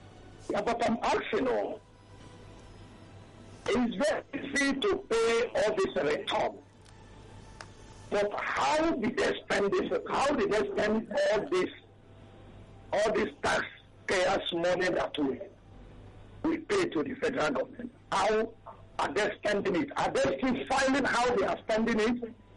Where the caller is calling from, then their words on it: Ojo, Lagos, Nigeria; I'm calling from Ojo.